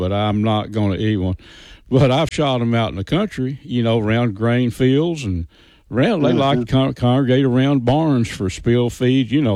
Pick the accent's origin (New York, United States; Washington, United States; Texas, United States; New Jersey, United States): Texas, United States; Red River County; when I was growing up in Red River County